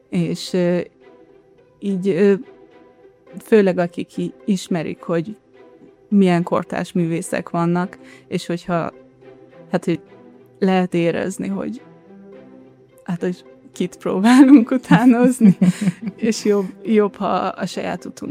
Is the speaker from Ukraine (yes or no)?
no; Iran; moved away as an adult; now in Hungary; itt születtem, és amikor egy éves voltam, akkor költöztünk Iránba, és 18 évesen jöttünk vissza.